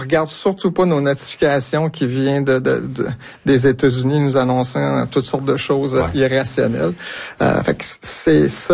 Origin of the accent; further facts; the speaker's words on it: Sept-Îles, Quebec, Canada; born there; Je suis né à Sept-Îles, c'est presque gênant de le dire